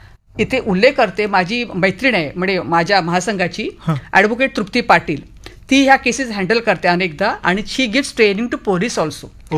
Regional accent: Dombivli, Maharashtra, India; आता समजा मी डोंबिवलीची आहे, तर आमचा जो ठाणे जिल्हा महिला बाल विभाग आहे त्यांच्याशी आमचा चांगला रॅपो आहे.

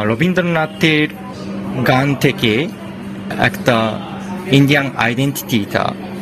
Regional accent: Japan; Bangla is a second language; now in Kolkata, India; আমি জাপান থেকে এসেছি, আমার বিশ্ববিদ্যালয়ে Tokyo university of foreign studies. এখানে লাস্ট সেপ্টেম্বর মাস থেকে কলকাতায় এসেছি।

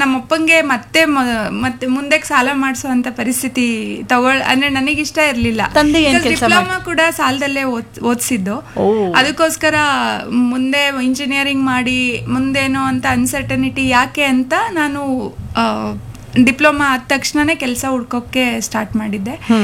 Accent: Shivanagiri, Karnataka, India; ಅದು ನಮ್ಮೂರು ಒಂದು ಹಳ್ಳಿ, ಅಲ್ಲಿಂದ ಒಂದು 20 ಕಿಲೋಮೀಟರ್ ಆಗುತ್ತೆ. ಅಲ್ಲಿನೇ ಹುಟ್ಟಿ ಓದಿದ್ದು ಬೆಳೆದಿದ್ದು ಎಲ್ಲ ನಮ್ಮ ಶಿವನಗಿರಿನಲ್ಲಿನೇ.

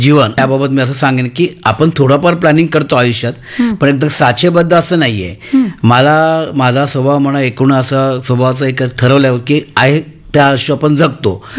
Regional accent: Mumbai, Maharashtra, India; मी ज्या भागात वाढलो, लालबाग परळ, मला माझ्या काकांनी 5 वर्षात असताना मुंबईला आणलं

